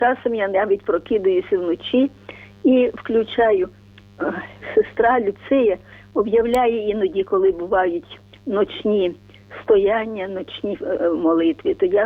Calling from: Khmelnytskyi, Khmelnytskyi Oblast, Ukraine; Я з Хмельницького телефоную

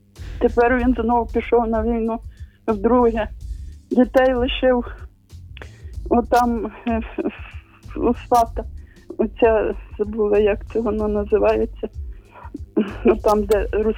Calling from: Zhytomyr Oblast, Ukraine; Дзвоню я перший раз до вас з Житомирщини.

